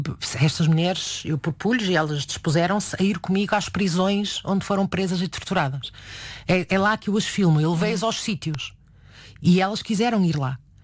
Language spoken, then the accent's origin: Portuguese; Porto, Portugal; Que eu sou do Porto.